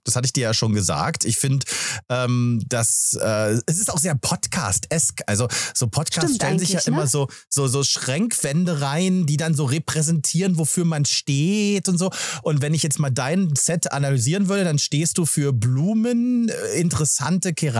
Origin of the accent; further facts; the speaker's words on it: Magdeburg, Saxony-Anhalt, Germany; aber ich als Magdeburger, das haben wir gemacht. Wir sind im Herbst immer in den Harz gefahren